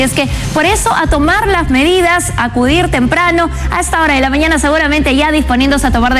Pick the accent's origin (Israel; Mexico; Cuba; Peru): Peru